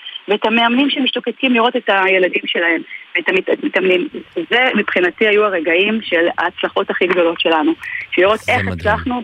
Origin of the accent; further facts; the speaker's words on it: Ofakim, Southern District, Israel; אני גדלתי באופקים, אז כך שזה בכלל כל החברים, כל הבית.